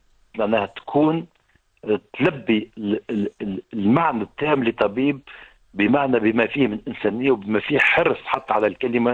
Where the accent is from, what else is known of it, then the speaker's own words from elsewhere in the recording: Tunisia; أيضا التربية عندنا في تونس مبنية إلى المجهول